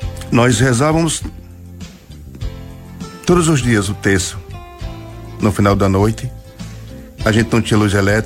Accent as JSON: {"language": "Portuguese", "region": "Sergipe", "country": "Brazil", "tie": "born or raised there", "said": "eu sou natural do estado de Sergipe, de um povoado hoje extinto, só tem mesmo a terra. Nasci e me criei numa casinha de taipa, o povo chama de casa de pau-a-pique, né?"}